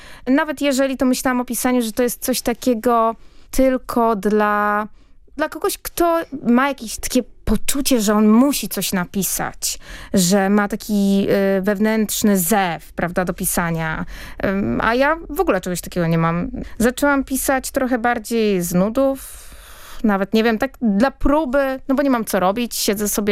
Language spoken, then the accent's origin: Polish; Połaniec, Świętokrzyskie Voivodeship, Poland; ja tam dalej mieszkam, jakby pomieszkuję, bo ja tak jeżdżę pomiędzy Turcją a Polską i dużo, no dalej mieszkam w Połańcu.